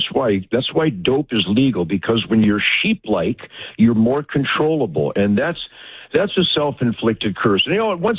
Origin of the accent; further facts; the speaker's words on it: Detroit, Michigan, United States; I was born in Detroit, but the Rouge River flowed through my neighborhood right across the street